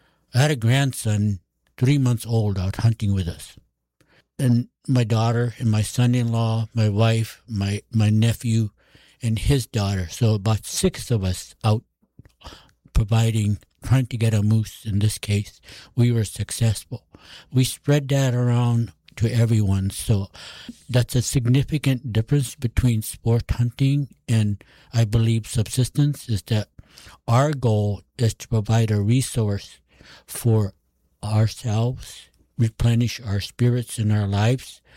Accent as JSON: {"language": "English", "region": "Alaska", "country": "United States", "said": "So I come from the Bering Straits region. In relation to the Alaska map, if you look at the Alaska map, it's the closest region to Russia. The Seward Peninsula and Russia are very close to each other. So I'm on the southern part of what"}